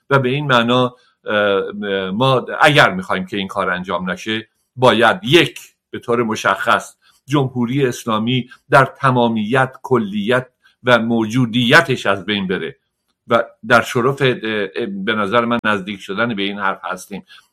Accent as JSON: {"language": "Persian", "country": "Iran", "said": "یا ما ایرانی هستیم یا ما ایرانی نیستیم. اگر ایرانی هستیم هممون ایرانی هستیم."}